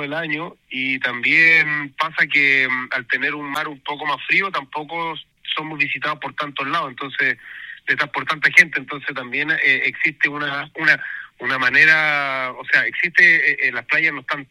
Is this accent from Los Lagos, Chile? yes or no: no; Santiago, Santiago Metropolitan Region, Chile; born there; moved away as an adult; now in Puertecillo, Chile; yo nací en Santiago, la Pau también